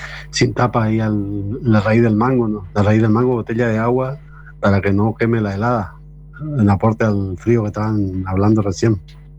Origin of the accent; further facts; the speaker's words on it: San Miguel, Corrientes, Argentina; Como yo nací en San Miguel también tuve la infancia allá por la zona rural del campo, interior de Corrientes.